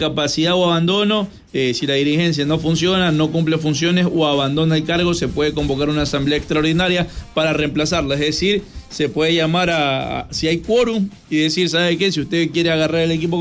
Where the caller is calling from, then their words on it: San Alejo, La Unión, El Salvador; soy de San Alejo